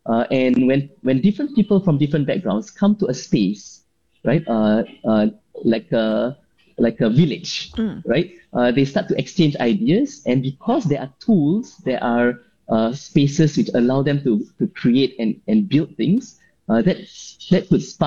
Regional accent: Singapore; as a Singaporean engineer overseas

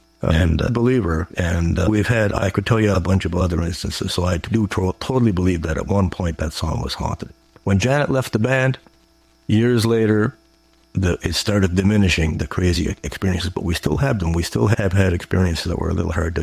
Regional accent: Rustico, Prince Edward Island, Canada; It was in my hometown of Rustica, where I'm talking to you from today.

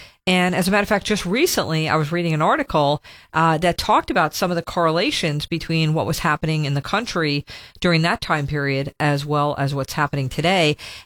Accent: New York, United States; growing up in New York

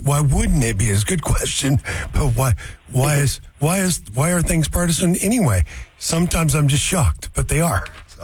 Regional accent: Puyallup, Washington, United States; screening in my hometown, which is kind of cool. So that's coming to Puyallup.

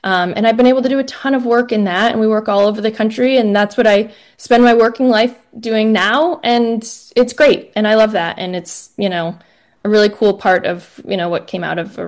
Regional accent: Vermont, United States; Yeah, so I grew up in Vermont.

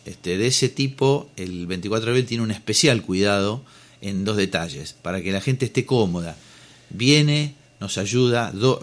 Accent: Tres Arroyos, Buenos Aires Province, Argentina; Somos toda gente de Tres Arroyos, todos vecinos de la ciudad

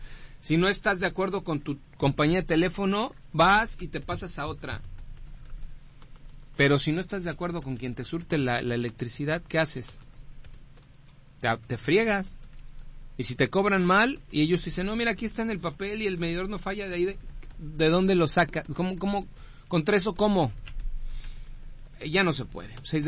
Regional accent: Mexico; Eso quiere decir que hay un montón de porris y que somos muchos mexicanos.

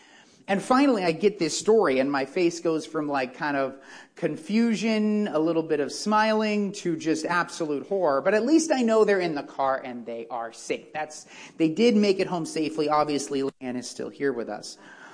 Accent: California, United States; moved away as an adult; now in Colorado, United States; We had just moved to Colorado. It was 2018 in October. And we are from Southern California.

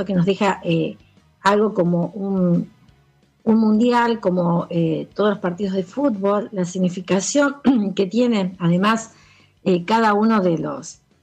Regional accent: Argentina; con nuestra formación como sociedad argentina.

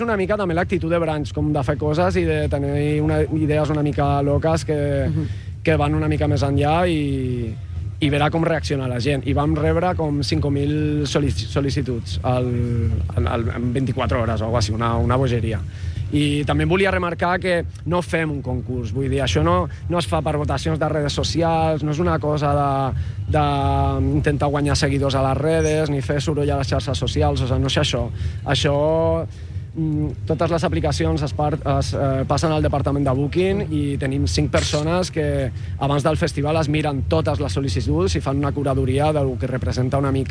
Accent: Region of Murcia, Spain; Catalan is a second language; now in Barcelona, Spain; Jo sóc de Múrcia, però xerraré en català perquè estic molt enxixat amb això del català.

